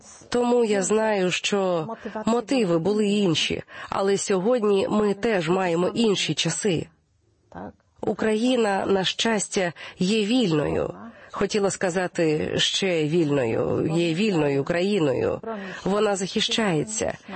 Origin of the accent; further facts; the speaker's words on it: Poland; ми, поляки